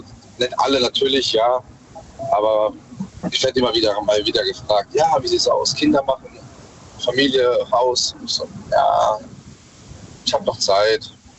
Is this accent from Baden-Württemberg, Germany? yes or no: yes; Mannheim, Baden-Württemberg, Germany; Aus Mannheim.